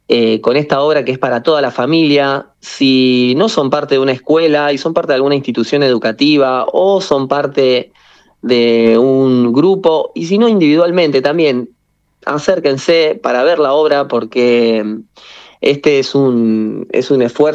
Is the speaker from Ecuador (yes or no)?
no; Rosario, Santa Fe, Argentina; somos de Rosario